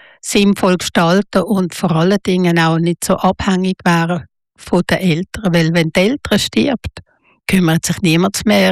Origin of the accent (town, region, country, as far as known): Basel, Basel-Stadt, Switzerland; born or raised there